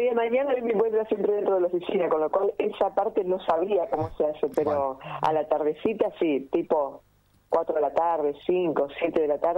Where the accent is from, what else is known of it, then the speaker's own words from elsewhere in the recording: General Roca, Río Negro, Argentina; Yo soy de Roca, exactamente.